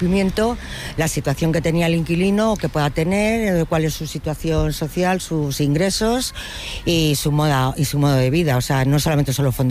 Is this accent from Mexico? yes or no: no; Madrid, Community of Madrid, Spain; yo no provengo de este barrio, vengo de un barrio de Pueblo Nuevo, al lado en Ciudad Lineal, que es un barrio normal y corriente